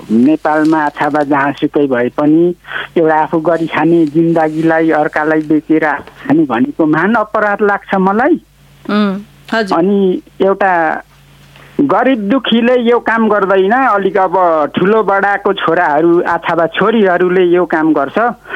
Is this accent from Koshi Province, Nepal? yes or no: yes; Ilam, Koshi Province, Nepal